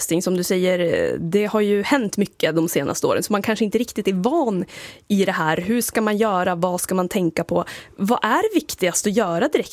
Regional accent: Jämtland County, Sweden; moved away; Jag är från Jämtland

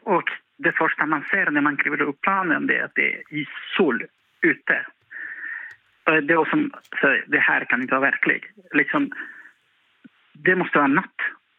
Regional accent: Vilhelmina, Västerbotten County, Sweden; Och jag tänkte nej, bästa stället för mitt barn att föda, det är ju hemma i Vilhelmina. Så vi flyttade hit.

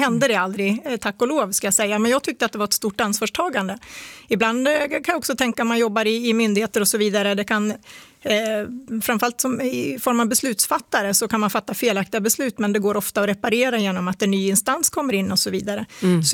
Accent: Östersund, Jämtland County, Sweden; Jag är norrlänning. Ja. Jag är född i Östersund.

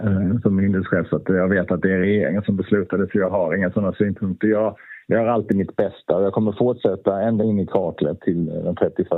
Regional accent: Halland County, Sweden; born there; now in Stockholm, Sweden; Det har varit en fantastiskt för mig att få bo i mitt hemlän i några år. Jag kommer att återvända till att flytta tillbaka till Stockholm eftersom jag har min familj, min fru, mina barn och barnbarn där. Men Halland är i mitt hjärta

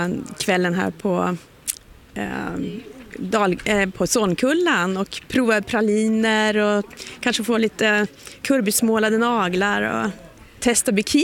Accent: Särna, Dalarna County, Sweden; jag kommer från Särna, så det är en otroligt viktig del av min identitet.

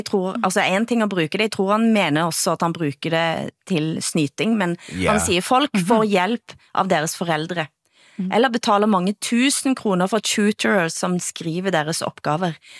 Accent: Erfjord, Rogaland, Norway; Som inkluderar Borges och Erfjord där jag kommer ifrån, väl att märke.

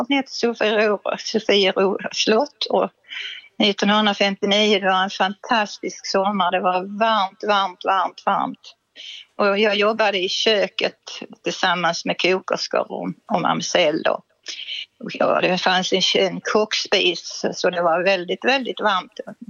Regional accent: Småland, Sweden; Annars hade jag väl stannat kvar hemma i Småland, för jag kommer från Småland.

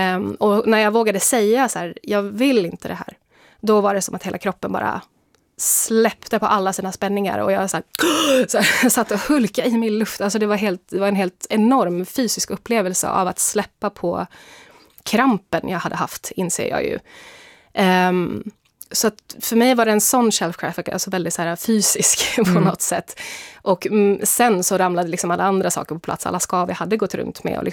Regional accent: Sweden; jag var mormon för jag var svensk, brukar jag förklara det som nu.

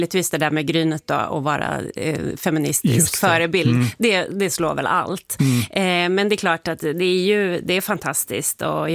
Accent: Sundsvall, Västernorrland County, Sweden; att hon är som en kombination av alla kvinnor som jag har mött inom barnomsorg och skola under hela min uppväxt i Sundsvall.

